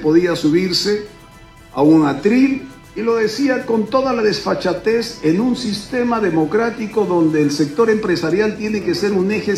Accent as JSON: {"language": "Spanish", "country": "Bolivia", "said": "nosotros los bolivianos"}